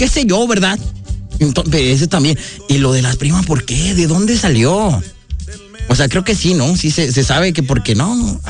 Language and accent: Spanish; Monterrey, Nuevo León, Mexico; 81-20-10-103-7, soy regio.